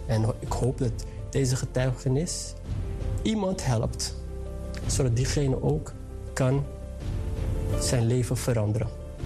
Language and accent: Dutch; Amsterdam, North Holland, Netherlands; Toen ik 12 jaar was ongeveer, was ik, want ik kwam uit Amsterdam, hè. Ik woon in Amsterdam.